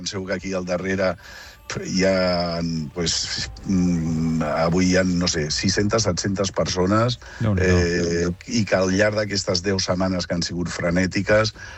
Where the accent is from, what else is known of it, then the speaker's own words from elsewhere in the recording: Barcelona, Catalonia, Spain; com a ciutadans de Barcelona, com a catalans